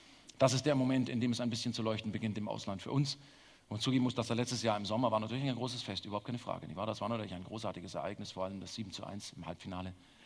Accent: Germany

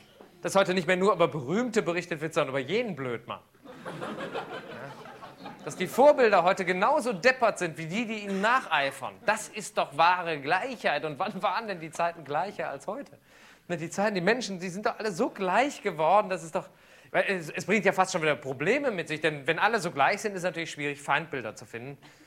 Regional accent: Düsseldorf, North Rhine-Westphalia, Germany; Ich komme ja aus Düsseldorf und. Habe ich schon schlimmer erlebt hier. Und Düsseldorf ist ja irgendwie so ein bisschen so die schicke Stadt, hält sich zumindest so dafür.

